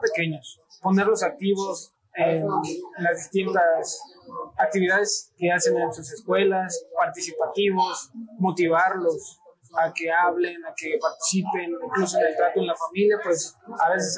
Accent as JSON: {"language": "Spanish", "region": "Puebla", "country": "Mexico", "moved": "yes", "said": "soy poblano"}